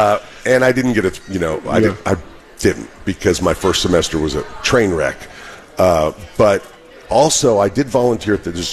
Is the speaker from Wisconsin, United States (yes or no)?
no; Houston, Texas, United States; Oh, the backstory. Born in Houston. So this is great. You know, I'm an Oilers guy.